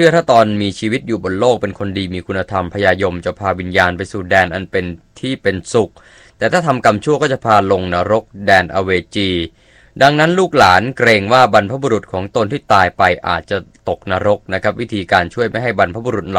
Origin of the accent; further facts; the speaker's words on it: Central Thailand, Thailand; แต่ผมเนี่ยในฐานะที่เป็นคนภาคกลางเราก็ได้ยินมานานนะประเพณีศาสตร์เดือน10ก็เห็นเพื่อนคนนั้นคนนี้ไปนะครับ